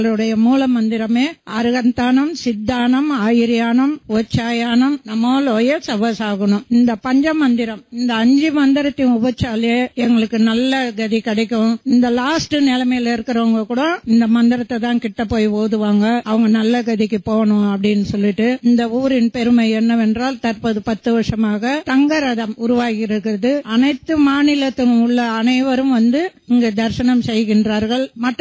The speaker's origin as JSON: {"language": "Tamil", "town": "Peramandur", "region": "Tamil Nadu", "country": "India", "tie": "born or raised there", "said": "எனது சொந்த ஊர் திண்டிவனம் வட்டம் பெரமண்டூர் கிராமம். அங்கு நான் பிறந்த ஊரில் ஆதிநாதர் பகவான் தான்."}